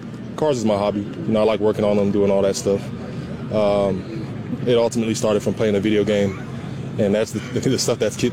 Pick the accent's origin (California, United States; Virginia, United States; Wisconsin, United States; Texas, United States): Texas, United States; Houston; born or raised there